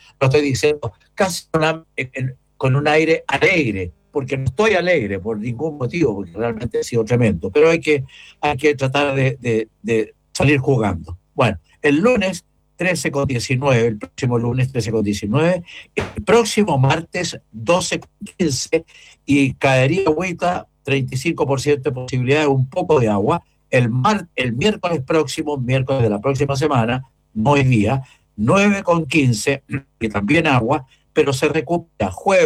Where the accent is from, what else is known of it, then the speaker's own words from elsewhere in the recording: Portezuelo, Ñuble, Chile; antes era hincha Ñublense de Chillán. Bueno, sigo siendo hincha de Ñublense, mi tierra. Portezuelo, mi tía.